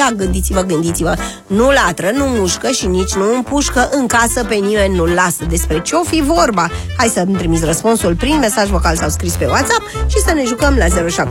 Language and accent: Romanian; Bucharest, Romania; din București, am 11 ani